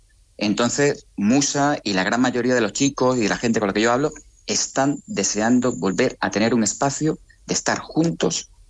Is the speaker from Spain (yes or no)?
yes; Extremadura, Spain; now in Ceuta, Spain; Siendo yo una persona de Extremadura, que no soy de Ceuta.